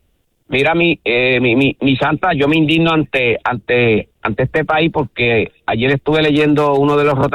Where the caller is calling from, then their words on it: Yabucoa, Puerto Rico; yo, como puertorriqueño, como ciudadano, como yabucoeño, como político que soy